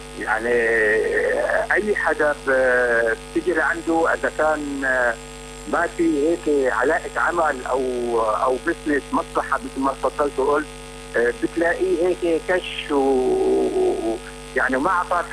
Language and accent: Arabic; Homs, Homs Governorate, Syria